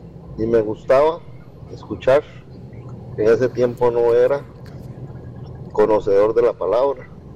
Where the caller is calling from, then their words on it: Quepos, Puntarenas, Costa Rica; desde Quepos.